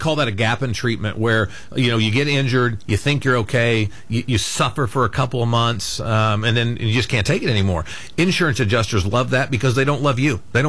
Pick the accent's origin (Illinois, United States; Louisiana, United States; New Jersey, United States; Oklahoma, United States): Oklahoma, United States; Burns Flat